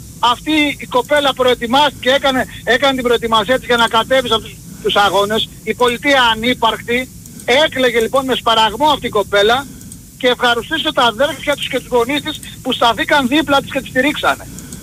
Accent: Chania, Crete, Greece; Γεια σας. … είμαι από Χανιά.

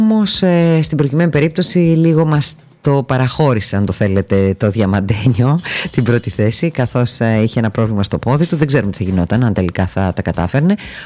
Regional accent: Greece

